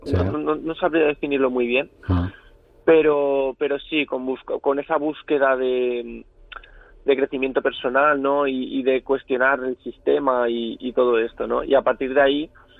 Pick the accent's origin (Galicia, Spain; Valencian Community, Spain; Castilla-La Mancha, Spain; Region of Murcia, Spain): Valencian Community, Spain; Buñol; la comarca de mi pueblo pues se llama La Olla de Buñol.